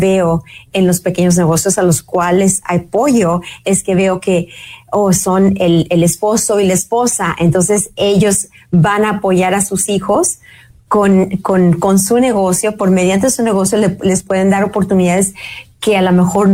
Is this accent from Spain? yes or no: no; Mazatlán, Sinaloa, Mexico; moved away as an adult; now in United States; La verdad que tengo unos recuerdos hermosos de mi infancia ahí en Mazatlán, y bueno, ya después de los 18 años me vengo aquí a Estados Unidos.